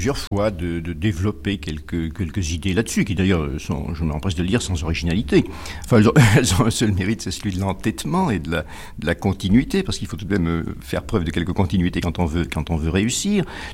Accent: France; nous sommes français, un peu latin, un peu gaulois

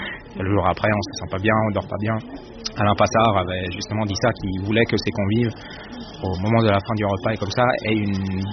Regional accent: Switzerland; now in France; Je suis un étudiant à l'école Ducasse et je viens de Suisse.

